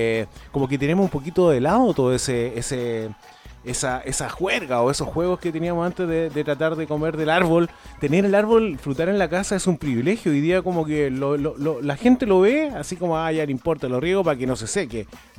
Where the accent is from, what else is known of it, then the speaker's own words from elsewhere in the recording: Talca, Maule, Chile; moved away; yo soy oriundo de la séptima región de Talca, y en la casa donde viví mi juventud, ahí está lleno de naranjos.